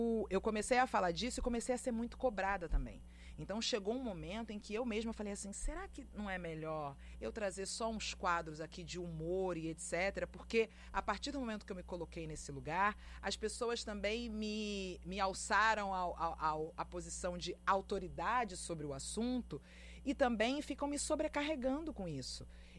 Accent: Rio de Janeiro, Brazil; Eu sou carioca, moro no Rio de Janeiro, mas vou a Salvador com frequência.

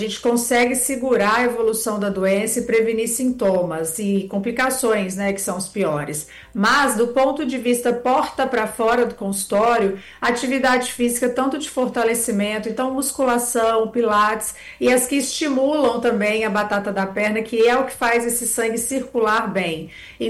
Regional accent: Minas Gerais, Brazil; moved away; eu sou de Minas, lá a gente fala que o gato sobe no telhado.

